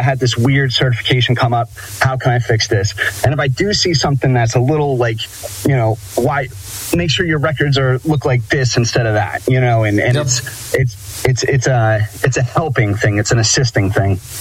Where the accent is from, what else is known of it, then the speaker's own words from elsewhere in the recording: New Jersey, United States; moved away as an adult; now in Maine, United States; I'm born and raised in New Jersey. When I got up here to Maine about 10 years ago